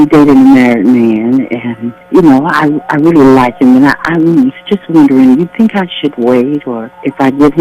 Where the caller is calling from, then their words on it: Pensacola, Florida, United States; I'm calling from Pensacola, Florida.